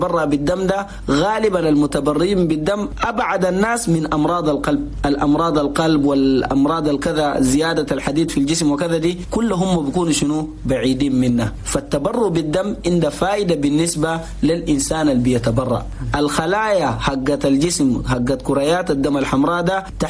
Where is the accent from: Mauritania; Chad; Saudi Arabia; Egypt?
Chad; في بلدنا تشاد